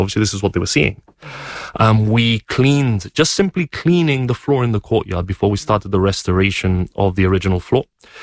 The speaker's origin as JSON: {"language": "English", "country": "Gibraltar", "said": "It's a site that I think speaks very much to the birth of our nation as a British nation."}